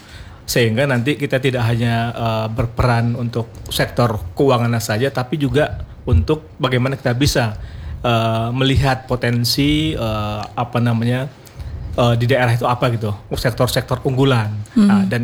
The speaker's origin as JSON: {"language": "Indonesian", "region": "Riau", "country": "Indonesia", "tie": "born or raised there", "moved": "yes", "said": "Saya kan asli Riau juga nih."}